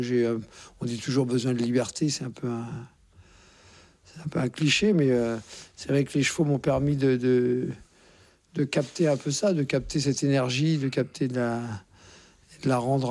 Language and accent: French; Courbevoie, Île-de-France, France; born there